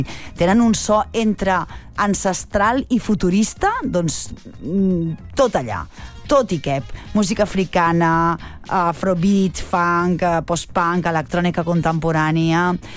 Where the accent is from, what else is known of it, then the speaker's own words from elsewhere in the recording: Barcelona, Catalonia, Spain; Jo vaig a la bodega, a la Etxapallà del meu barri, que soc de Nou Barris